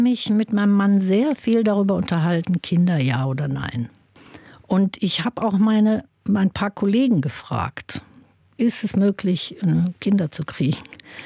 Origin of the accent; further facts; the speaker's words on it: Germany; Also ich bin ja anders aufgewachsen in Deutschland und nicht in New York